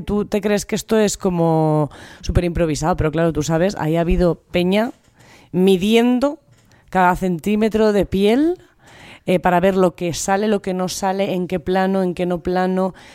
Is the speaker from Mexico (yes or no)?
no; Valencian Community, Spain; yo soy de Les Fabiles